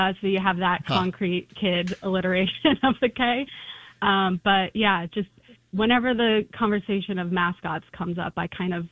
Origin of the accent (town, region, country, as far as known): Northampton, Pennsylvania, United States; born there; now in Brooklyn, United States